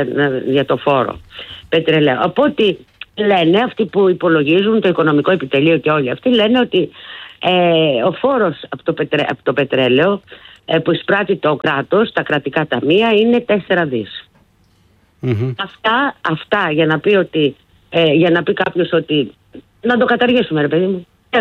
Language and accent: Greek; Greece; για μας, τους μέσους, τους απλούς, τους συνηθισμένους Έλληνες πολίτες. Και εγώ τον εαυτό μου εκεί τον κατατάσσω